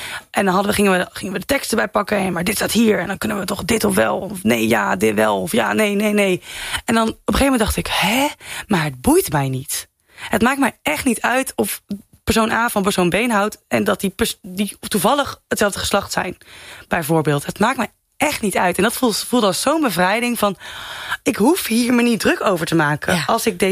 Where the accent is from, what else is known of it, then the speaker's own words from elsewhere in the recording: Veenendaal, Utrecht, Netherlands; also born or lived in Ede; Er is heel veel meer dan Ede en Veenendaal waar ik vandaan kom.